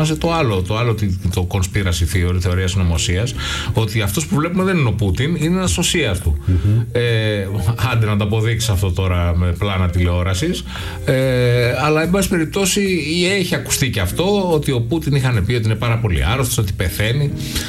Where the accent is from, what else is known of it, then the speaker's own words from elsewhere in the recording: Corfu, Ionian Islands, Greece; moved away; εγώ επειδή είμαι από την Κέρκυρα